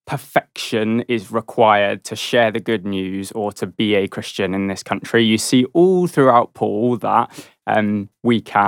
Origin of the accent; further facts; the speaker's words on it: England, United Kingdom; I love being English.